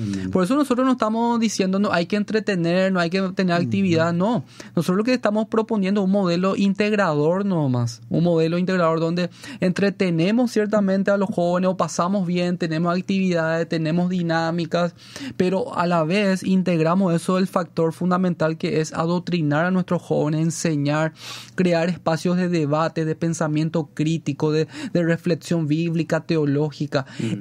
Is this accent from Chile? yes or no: no; Paraguay; como latinos, como paraguayos